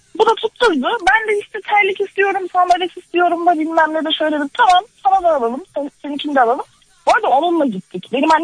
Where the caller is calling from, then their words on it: Ankara, Turkey; Ankara'dan arıyorum.